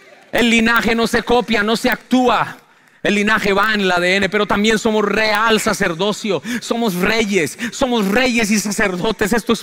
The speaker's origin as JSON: {"language": "Spanish", "country": "Colombia", "tie": "born or raised there", "moved": "yes", "lives_now": "United States", "said": "fui a mi tierra de Colombia. Mi tierra no es Bogotá. Aunque todo el mundo dice, nació en Bogotá, Bogotá es la ciudad. Pero yo vengo del campo, de allá de las vacas. De allá vengo yo."}